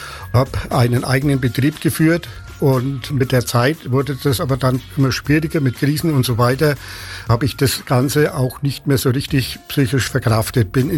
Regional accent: Gefrees, Bavaria, Germany; Ich komme aus Gefrees, bin verheiratet mit der Ecke, habe 2 Kinder und 2 Enkelkinder.

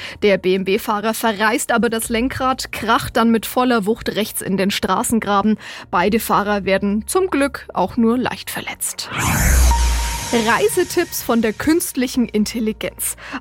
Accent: Münchberg, Bavaria, Germany; born there; Nein, ich bin in Münchberg geboren, aber es ist Landkreis Hof.

